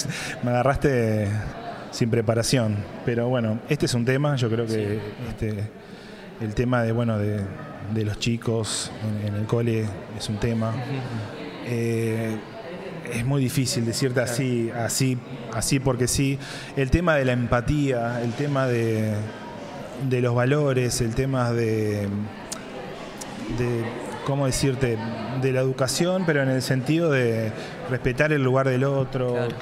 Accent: Rosario, Santa Fe, Argentina; now in Buenos Aires, Argentina; Yo soy de Rosario.

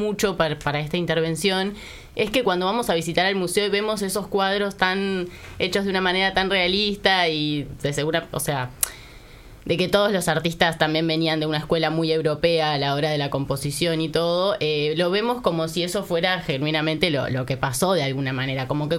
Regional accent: Uruguay; como todos somos uruguayos

